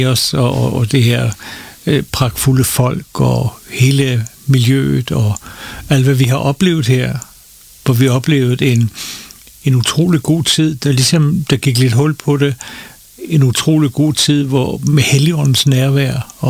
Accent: Copenhagen, Capital Region, Denmark; Jeg voksede egentlig op i en tilknytning til Folkekirken, Utterslev Kirke. Jeg blev født der i København.

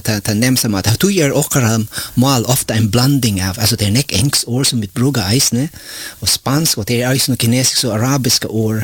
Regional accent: Philippines; Swedish is a second language; Ja, jag är filippinsk. Ja, filippinsk är helt annan.

